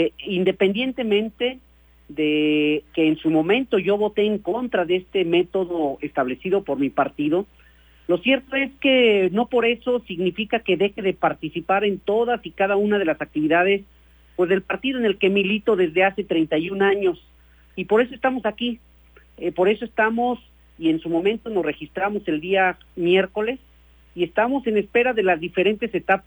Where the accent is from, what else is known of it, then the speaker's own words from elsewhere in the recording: Irapuato, Guanajuato, Mexico; born there; La verdad, a mí sí me duele mucho lo que está sucediendo en Irapuato, donde yo nací, donde quizá mucha gente que nos está escuchando nació